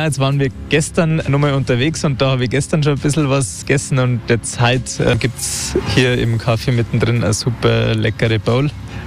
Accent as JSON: {"language": "German", "town": "Bad Tölz", "region": "Bavaria", "country": "Germany"}